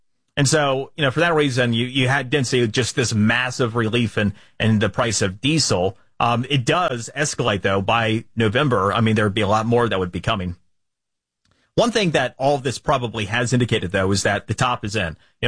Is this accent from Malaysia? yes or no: no; Florida, United States; I literally have been working on in my home state of Florida